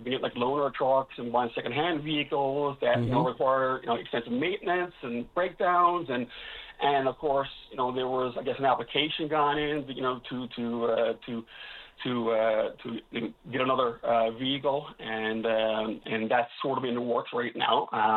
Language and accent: English; Gander, Newfoundland and Labrador, Canada; and I come from Wait and Gander, actually hosted a lot of the water bomber pilots last summer